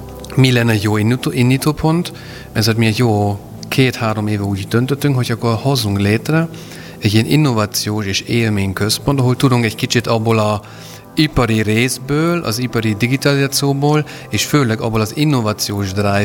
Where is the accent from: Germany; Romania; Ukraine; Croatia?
Germany; moved away as an adult; now in Budapest, Hungary; Német vagyok, majd hogy echte német, ahogy szoktatok mondani magyarul. A 21 évből most már 17 évet töltöm Magyarországon.